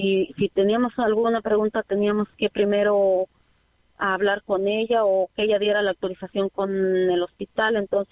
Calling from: South Carolina, United States; Yo vivo en Sur Carolina.

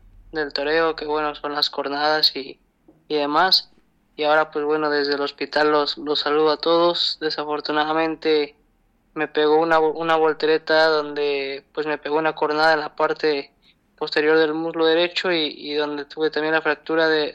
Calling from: Apizaco, Tlaxcala, Mexico; buenos días a toda la gente que nos escucha allá en mi tierra, en Apizaco.

